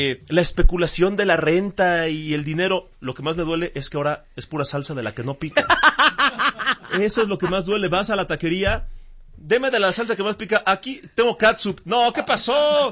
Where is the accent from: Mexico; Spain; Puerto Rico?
Mexico; somos los mexicanos, los latinos en general.